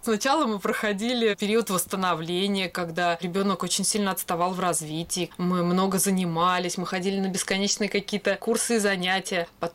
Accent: Moscow Oblast, Russia; потому что мы сами из Подмосковья, к московскому оператору региональному обращаться было проблематично за поиском детей.

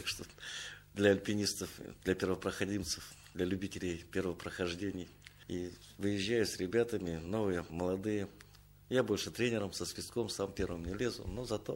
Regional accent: Ust-Tsilma, Komi Republic, Russia; also born or lived in Ivanovo / Vychegda area; Я родился в Иваново. Но я Иваново никогда, там был очень маленьким. Мама увезла с севера для того, чтобы родить в тепле и вернуть назад в Усть-Цельму.

